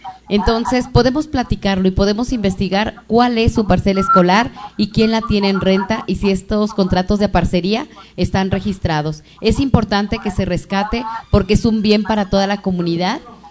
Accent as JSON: {"language": "Spanish", "area": "Santa Ana Maya", "region": "Michoacán", "country": "Mexico", "said": "mis parientes, mis paisanos de lo que es Santa La Maya. … de Santa La Maya."}